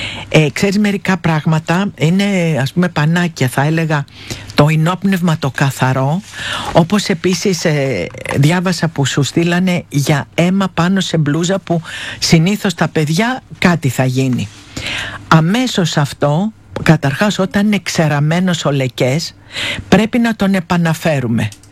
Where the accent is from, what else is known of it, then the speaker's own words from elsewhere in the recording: Evia, Central Greece, Greece; είμαι από την Κίνη.